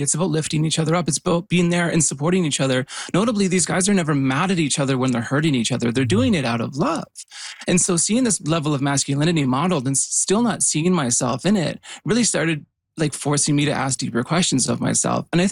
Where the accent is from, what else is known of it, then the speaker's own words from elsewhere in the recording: Yukon, Canada; I was a skate punk. I grew up in the Yukon.